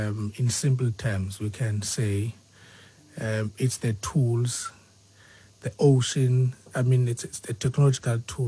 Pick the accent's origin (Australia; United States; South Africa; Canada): South Africa; Eastern Cape; moved away; I'm from Mengobo, based in Cape.